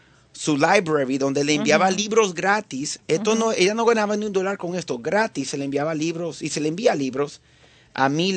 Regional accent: Tennessee, United States; born there; yo crecí en Tennessee

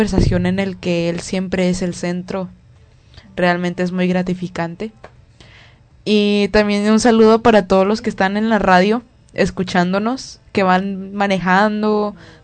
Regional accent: Guatemala; Yo soy de Guatemala

